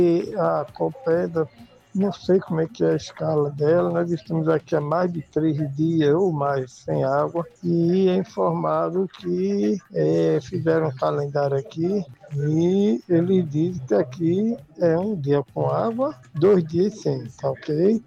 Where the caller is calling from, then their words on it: Maranguape, Ceará, Brazil; sou de Maranguapeum.